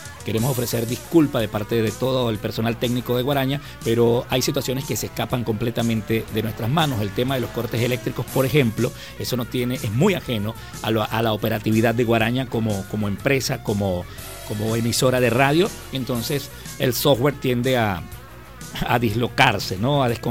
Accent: Guárico, Venezuela; nosotros, los venezolanos que decidimos quedarnos en Venezuela

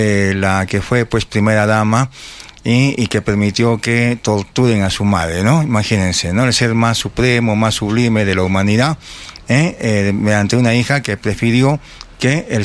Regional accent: Arequipa, Peru; Yo soy arequipeño

